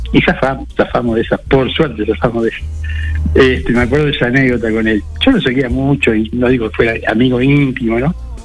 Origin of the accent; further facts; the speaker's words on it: Uruguay; Y tengo muy buen recuerdo de él y como tantos uruguayos que bueno.